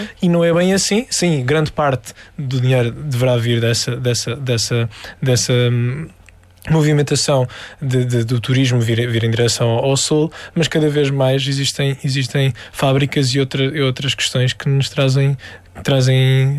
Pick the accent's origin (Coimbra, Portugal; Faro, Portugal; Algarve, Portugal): Faro, Portugal; Sim, eu acho que isso é também um preconceito nosso em dizer eu sou algarvio.